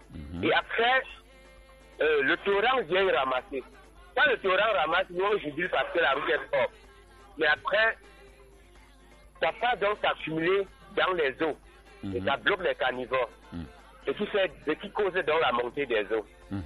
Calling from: Yaoundé, Centre, Cameroon; Je vous appelle de Estomba.

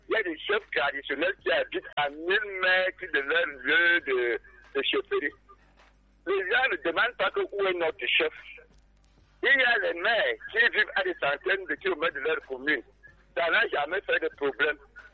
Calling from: Cameroon; French is a second language; Nous vivons au Cameroun comme nous sommes des étrangers.

